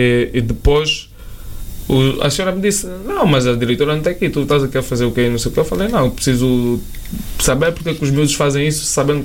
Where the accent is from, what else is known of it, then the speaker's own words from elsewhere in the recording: Angola; moved away; eu sei que quando eu saí de Angola, eu saí de lá e prometi para mim mesmo que eu, quando voltasse aqui, eu tenho de ser o melhor empresário que existe em Angola.